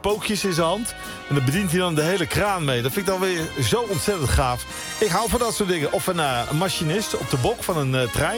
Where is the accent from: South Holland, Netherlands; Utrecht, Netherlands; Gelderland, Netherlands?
Gelderland, Netherlands; 't Harde; tot zover mijn omgeving, waar ik vandaan kom, het harde.